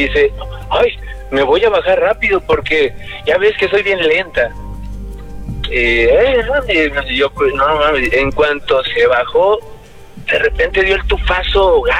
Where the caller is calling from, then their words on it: Guadalajara, Jalisco, Mexico; De Guanatos.